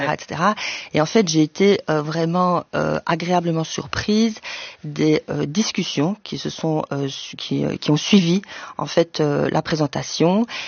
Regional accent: Luxembourg; also born or lived in Brussels, Belgium; Je suis née à Bruxelles, d'une mère espagnole, d'un père belge. Ensuite, j'ai grandi au Grand-Duché de Luxembourg et j'ai vécu jusqu'à mes 18 ans.

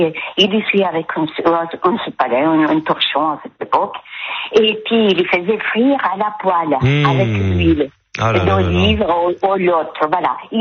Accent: Calabria, Italy; moved away as an adult; now in France; Exactement, je viens de la Calabre et j'habite en Calice maintenant depuis 50 ans, depuis que je me suis mariée. Mais bon, voilà, mes racines sont italiennes.

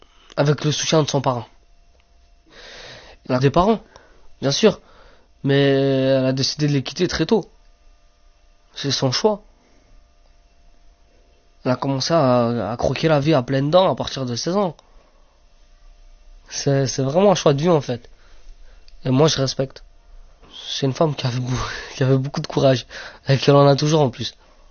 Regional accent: Romania; now in France; moi, en Roumanie, quand j'allais à l'école, je me demandais pas si j'étais Rome ou j'étais Roumain.

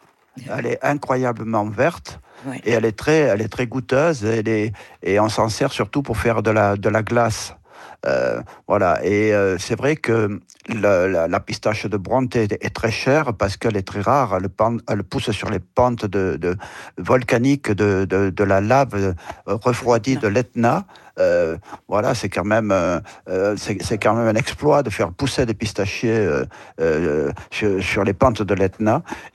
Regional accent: Provence-Alpes-Côte d'Azur, France; chez nous en Provence

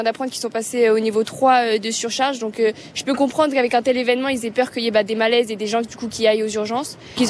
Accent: Avignon, Provence-Alpes-Côte d'Azur, France; Je viens d'Avignon, du coup.

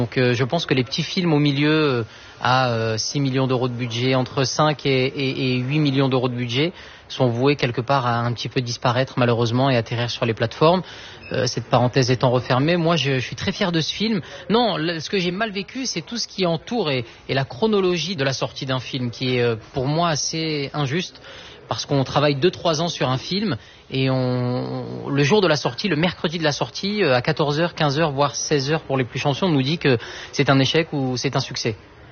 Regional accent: Occitanie, France; born there; Et on m'a emmené dans les Cévennes et je suis né dans le Gard. Donc voilà, j'ai fait rendez-vous en Terre Inconnue à 20 minutes, ouais, 15-20 minutes de chez moi.

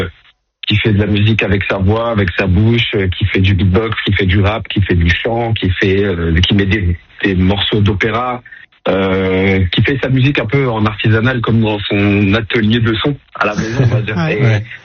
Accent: Amiens, Hauts-de-France, France; moved away; J'ai grandi à Amiens toute ma vie. J'y ai vécu, j'y ai tout appris. C'est ma ville en fait. C'est ma ville, c'est ma maison dans un sens.

